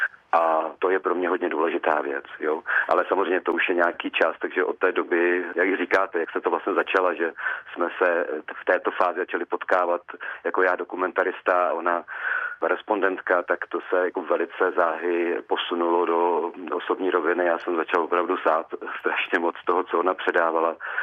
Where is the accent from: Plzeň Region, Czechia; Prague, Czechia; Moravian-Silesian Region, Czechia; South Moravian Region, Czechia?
South Moravian Region, Czechia; Brno; protože jsem rodilý Brňák